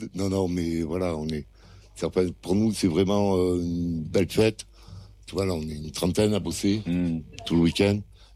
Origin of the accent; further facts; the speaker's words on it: Toulouse, Occitanie, France; moved away as an adult; also born or lived in Paris; now in Saint-Père-Marc-en-Poulet, France; moi je suis originaire de Toulouse, et je faisais du rugby, c'était un peu mon métier sur Paris.